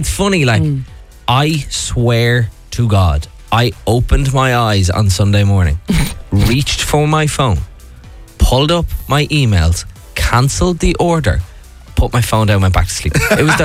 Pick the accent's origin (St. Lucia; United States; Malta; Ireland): Ireland; County Meath; also born or lived in Louth; now in Dublin, Ireland; I am from Meath, I was born in Louth, my family are all from Finglas, some of them are from Cork